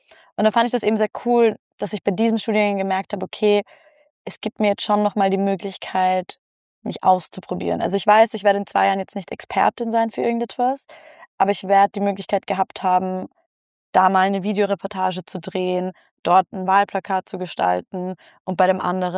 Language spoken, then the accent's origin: German; Vienna, Austria; now in Germany; Und hier, wenn ich sage, ich komme aus Wien, die Leute drehen durch.